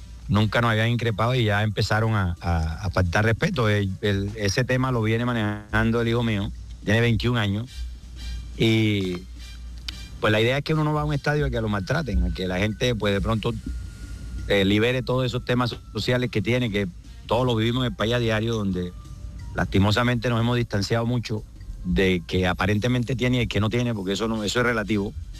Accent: Cartagena, Bolívar, Colombia; Entonces, como yo me muevo en la ciudad, yo soy cartagenero.

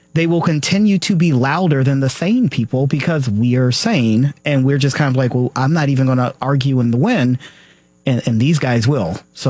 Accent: Arkansas, United States; I'm from Arkansas.

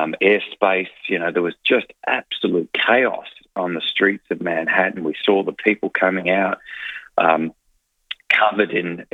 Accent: Bendigo, Victoria, Australia; I didn't know what, I'm a boy from Bendigo. I didn't know what the hell I was in the middle of.

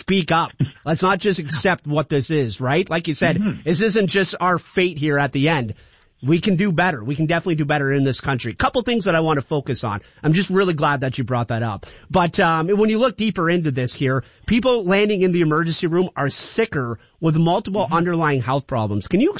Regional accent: Canada; You know, as a Canadian, we shouldn't be waiting 14 hours in an ER in extreme pain.

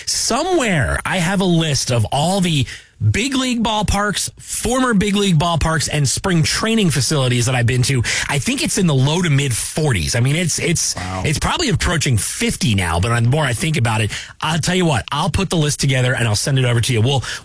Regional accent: Philadelphia, Pennsylvania, United States; moved away as an adult; now in Deep South, United States; my hometown of Philadelphia to come here to the Deep South, get a job with the Braves Radio Network, where I spent 13 years. I'm 44 years old.

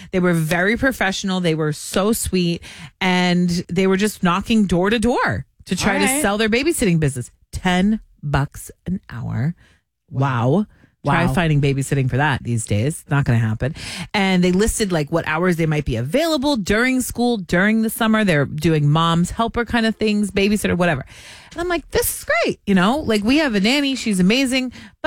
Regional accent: Cape Cod, Massachusetts, United States; They had a beautiful beach home where I grew up in Cape Cod.

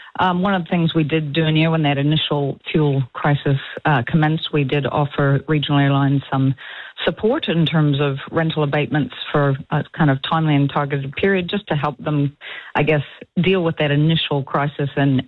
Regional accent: New Zealand; as a Kiwi

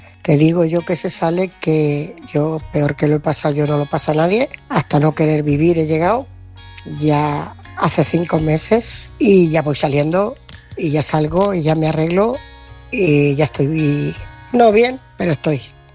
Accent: Ciudad Real, Castilla-La Mancha, Spain

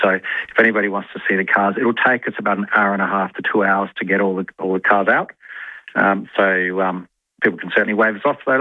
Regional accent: Adelaide, South Australia, Australia; I'm from Adelaide

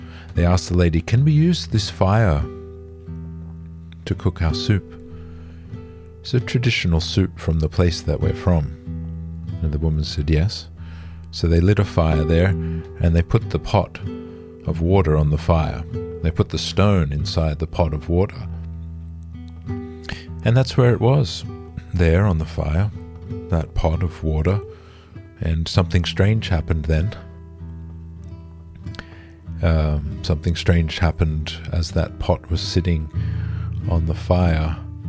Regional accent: Sydney, New South Wales, Australia; born there; now in Bellingen, Australia; between Northern Rivers and Sydney, where my family is from, where I was born in Sydney.

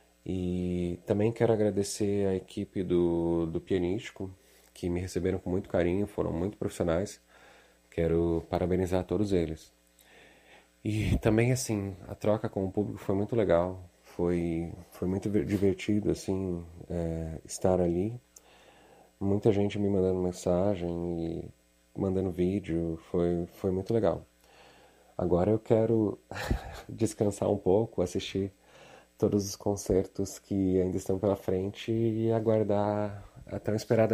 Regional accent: Curitiba, Paraná, Brazil; moved away; also born or lived in Joinville; sou pianista, professor de piano, sou natural de Curitiba, mas eu tenho uma ligação muito grande com Joinville.

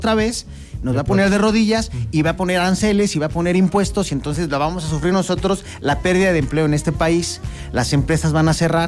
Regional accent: Mexico; nosotros en México, nosotros los latinoamericanos somos cálidos.

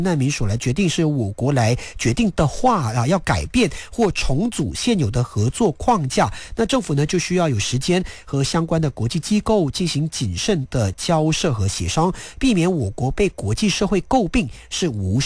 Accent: Malaysia; 我们马来西亚人

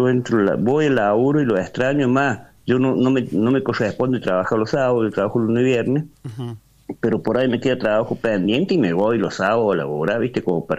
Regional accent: Córdoba, Argentina

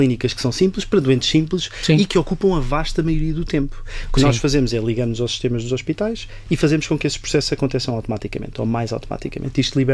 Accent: Lisbon, Portugal; born there; Eu não era da Covilhã, eu sou de Lisboa, nasci em Lisboa, estudei em Lisboa, na Nova

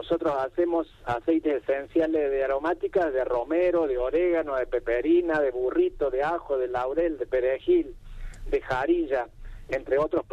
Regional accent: Río Tercero, Córdoba, Argentina; moved away as an adult; also born or lived in Chilecito, La Rioja / Cruz del Eje; now in Villa de Soto, Argentina; Mira, en realidad yo soy originario de Río Tercero. Bueno, allá me crié y estudié. Y bueno, allí viví con mis padres.

